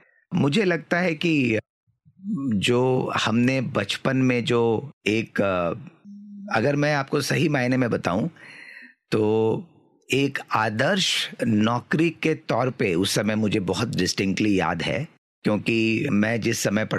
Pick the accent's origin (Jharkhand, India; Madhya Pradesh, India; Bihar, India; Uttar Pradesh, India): Bihar, India; Muzaffarpur; moved away as an adult; now in Nashik, India; करीब 8-10 साल से हमारा बेस नासिक में ही है, तो आप अभी मुझे नासिक का भी कह सकते हैं, लेकिन मेरा जन्म बिहार के एक शहर मुजफ्फरपुर में हुआ, और शुरुआती की पढ़ाई मैंने वहीं करी, पेरेंट्स भी मेरे वहीं पे थे।